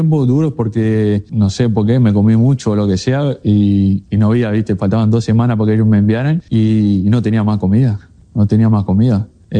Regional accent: Rivera, Uruguay; now in Montevideo, Uruguay; yo lo aprendí cuando llegué de Rivera a Montevideo. Me había costado un poco más

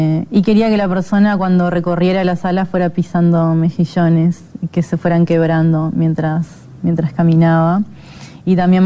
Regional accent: Uruguay; ¿cómo somos los uruguayos?

